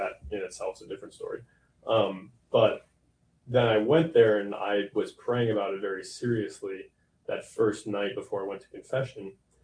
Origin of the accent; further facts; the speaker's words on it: Lakota, United States; when I was growing up in Lakota